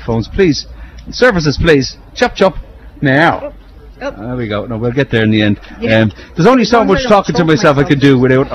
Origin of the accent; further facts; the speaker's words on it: Ireland; now in Edmonton, Canada; I tell you this as an Irishman